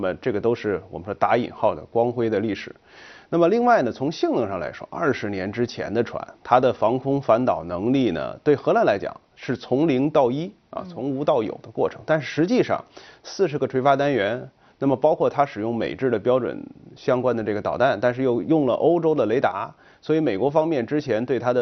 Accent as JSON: {"language": "Chinese", "country": "China", "said": "我们中国人讲的是己所不欲，勿施于人。"}